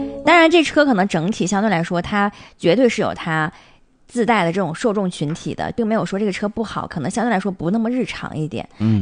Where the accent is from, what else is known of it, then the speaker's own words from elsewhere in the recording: Northeast China, China; 咱们东北话比较霸劲啊。